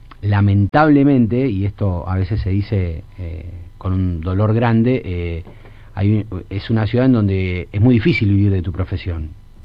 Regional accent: Rosario, Santa Fe, Argentina; moved away; Me fui de Rosario en 2004.

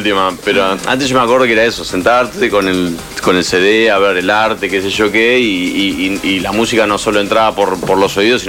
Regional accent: Buenos Aires Province, Argentina; born there; del oeste de Buenos Aires.

